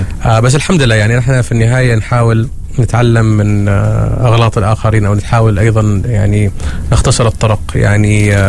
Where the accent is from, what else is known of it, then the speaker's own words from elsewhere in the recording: Oman; ونحن كشباب عمانيين وك فكر او تقول شباب عمانيين بس مع فكر عالمي